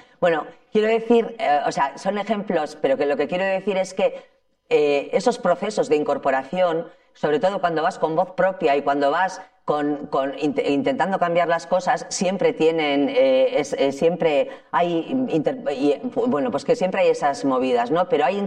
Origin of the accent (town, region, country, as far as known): Ermua, Basque Country, Spain; born or raised there